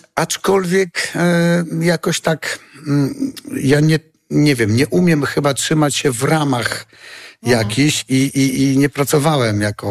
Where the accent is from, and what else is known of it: Suwałki, Podlaskie Voivodeship, Poland